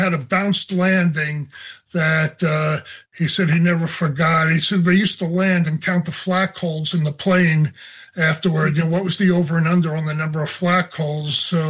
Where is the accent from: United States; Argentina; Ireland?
United States; New York; moved away as an adult; now in Pennsylvania, United States; growing up in New York